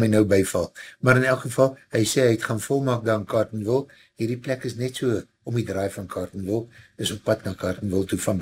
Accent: Blyvooruitzicht, Gauteng, South Africa; Cartonville en Bly Vooruitsig. Ek self het as kind ook in Western Area geblei vir baie jare en ek het op Bly Vooruitsig beginne school gaan.

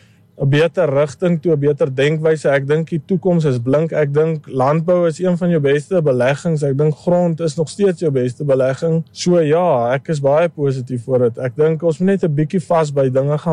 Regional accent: Eastern Cape, South Africa; ons kom oorspronkelijk uit die Ooskaap uit, so naby van Stadens rivier het my pa was 'n seibokkar makelaar, en daar het hy gemelk ook, so ek het op 'n melkplaas groot geraak.

